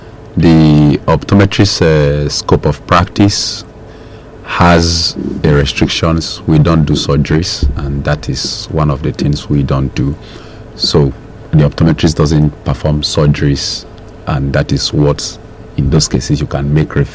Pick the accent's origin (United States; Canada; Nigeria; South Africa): Nigeria